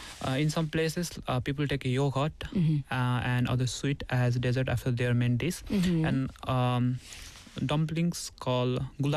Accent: Tansen, Lumbini Province, Nepal; moved away as an adult; now in Busan, South Korea; I was brought up in Tansen

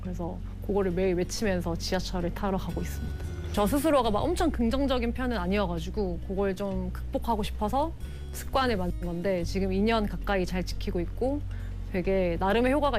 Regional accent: Busan, South Korea; 저는 부산 사람이 아니지만 부산에서 나고 자라서 대학까지 졸업했는데도

